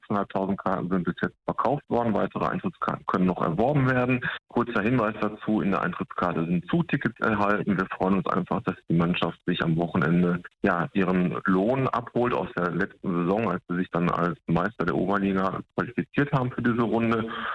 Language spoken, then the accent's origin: German; Dortmund, North Rhine-Westphalia, Germany; Ich habe es ein paar Mal in Dortmund erlebt, vom Kern bin ich Dortmunder, Borusse und es hat immer Spaß gemacht mit denen.